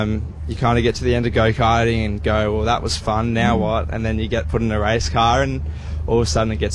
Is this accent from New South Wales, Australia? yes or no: yes; Sydney, New South Wales, Australia; moved away as an adult; now in Brisbane, Australia; I'm from Sydney originally.